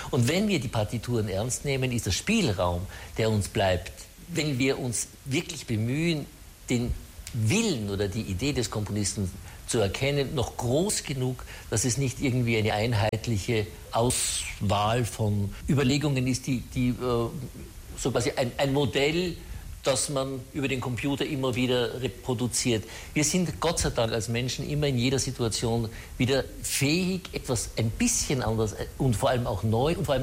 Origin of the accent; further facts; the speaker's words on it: Salzburg, Austria; born there; Es ist wunderbar, in Salzburg zu sein, als gebürtiger Salzburger